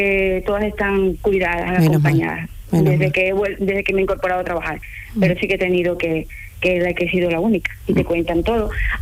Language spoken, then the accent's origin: Spanish; Ecuador; now in Spain; Yo soy ecuatoriana, nacida en Ecuador. Y llevo aquí desde el 2003 en España.